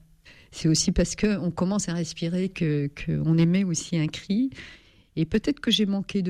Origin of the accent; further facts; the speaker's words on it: Pays de la Loire, France; also born or lived in Cholet; Eh oui, donc moi je suis originaire de la Vendée, donc l'ouest de la France. Alors je suis née, pas en Vendée, je suis Choletaise, parce que je suis née à Cholet.